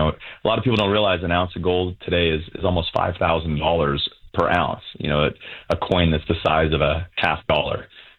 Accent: New Bedford, Massachusetts, United States; moved away as an adult; also born or lived in Manchester, New Hampshire; I am actually a Massachusetts boy. I was born and raised in New Bedford.

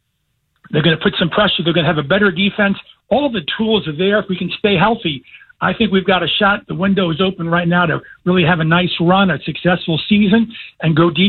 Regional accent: New York City, New York, United States; moved away; I grew up in New York City. I grew up in Jamaica, Queens, New York, right?

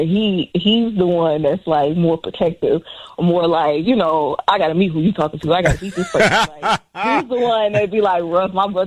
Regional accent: Illinois, United States; born there; also born or lived in Chicago; So originally, like, my family and everything, they're from the west side of Chicago, but I don't reclaim Chicago because I wasn't raised out there.

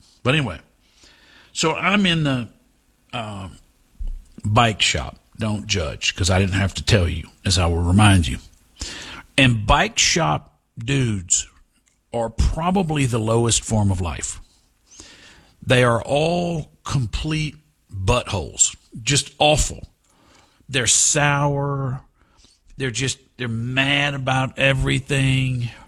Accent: Houston, Texas, United States; I'm from Houston.

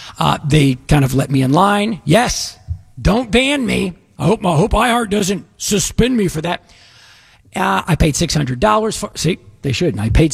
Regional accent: Dallas, Texas, United States; now in Houston, United States; My hometown, actually. Saw my parents, did some things. Talk Radio 1190. What did I do in Dallas? I'm a Dallas boy. I live in Houston, but I'm Dallas guy.

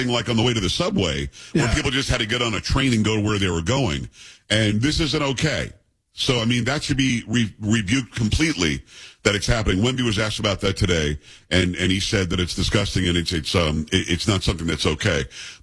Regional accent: New York, United States; I'm from Metro New York originally. I love New York.

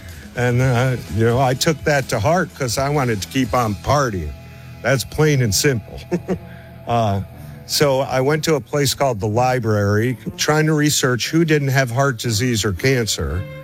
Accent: New York, United States; You know, growing up in New York in a half Italian family, I was exposed to pepper flakes and pepperoncini and cherry peppers and things like that.

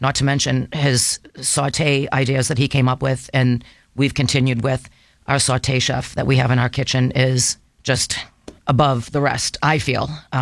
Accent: Everett, Massachusetts, United States; I'm from Everett. My husband's from Malden. We grew up on the beach.

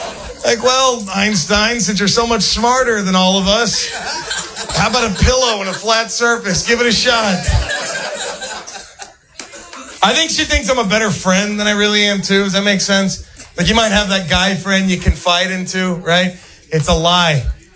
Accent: the South, United States; If anybody's like Southerners, I'm a Southerner.

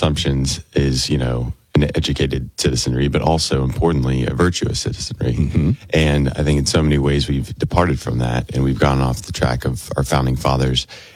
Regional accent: United States; So it's my hometown seat

